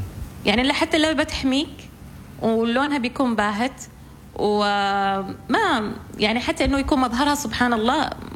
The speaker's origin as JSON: {"language": "Arabic", "country": "Oman", "said": "كوني أنا أساساً عمانية،"}